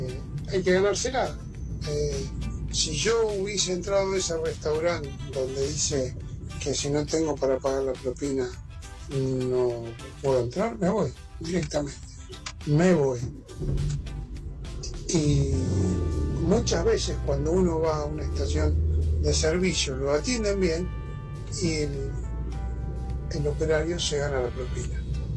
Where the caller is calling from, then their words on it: Buenos Aires, Argentina; soy de Floresta.